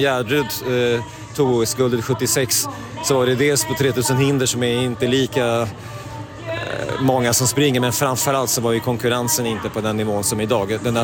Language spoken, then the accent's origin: Swedish; Sweden; det största jag har nu upplevt inom löparvärlden som svensk.